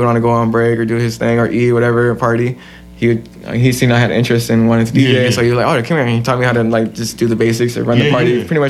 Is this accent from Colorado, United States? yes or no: no; Fontana, California, United States; also born or lived in Riverside, California; So, Fontana, born and raised.